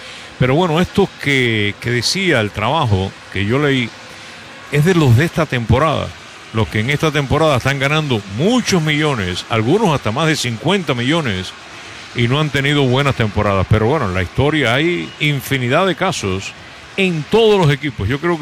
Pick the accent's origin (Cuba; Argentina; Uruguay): Cuba; Yo decía, yo soy cubano y ya valía más de 20 millones, por decir cubano nada más.